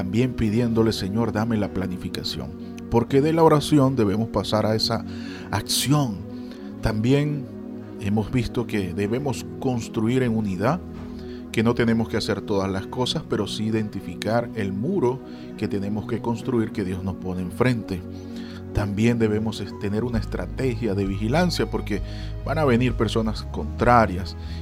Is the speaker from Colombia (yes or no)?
no; Venezuela